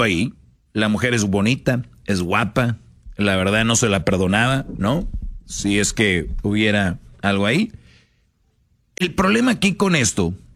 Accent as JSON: {"language": "Spanish", "town": "Monterrey", "region": "Nuevo León", "country": "Mexico", "tie": "born or raised there", "said": "yo de niño en Monterrey sí jugábamos con eso"}